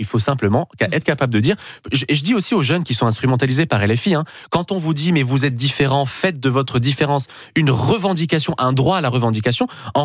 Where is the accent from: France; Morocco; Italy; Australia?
France; born there; Alors, moi, je ne suis pas venu en France, madame. Je suis né en France.